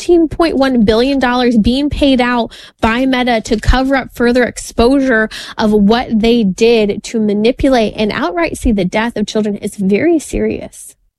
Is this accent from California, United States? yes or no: yes; California, United States; we have my home state of California